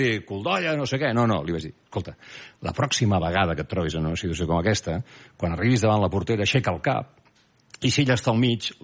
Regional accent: Barcelona, Catalonia, Spain; Vinc de Barcelona, perdona. Bueno, és clar, és que venir de Barcelona...

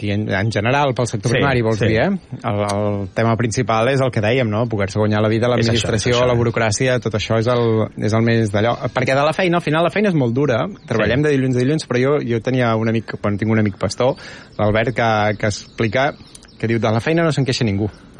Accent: Riudaura, Catalonia, Spain; Llavors al meu poble, per exemple, en particular no hem tingut un boom de segones residències que passa a la Cerdanya o l'Empordà. I tampoc hem tingut un despoblament com passa a molts altres llocs de Catalunya.

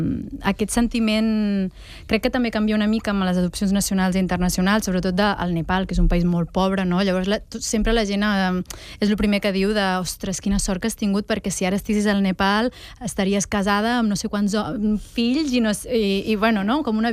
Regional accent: Reus, Catalonia, Spain; moved away as an adult; now in Barcelona, Spain; jo soc de Reus, el sortir de Reus, venir cap a Barcelona i viatjar

